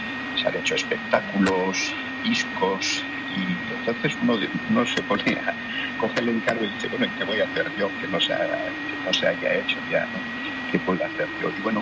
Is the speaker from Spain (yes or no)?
yes; Hernani, Basque Country, Spain; hubo una semana cultural muy, muy intensa en Hernani, de donde soy yo